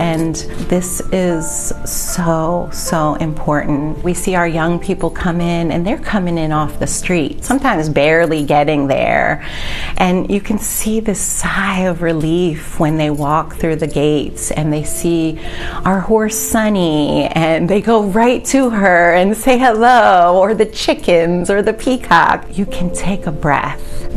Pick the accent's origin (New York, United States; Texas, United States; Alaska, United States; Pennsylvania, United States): Pennsylvania, United States; Philadelphia; born there; I was born right here in Philadelphia in Germantown.